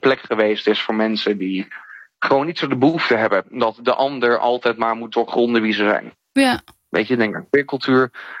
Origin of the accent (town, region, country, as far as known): Amsterdam, North Holland, Netherlands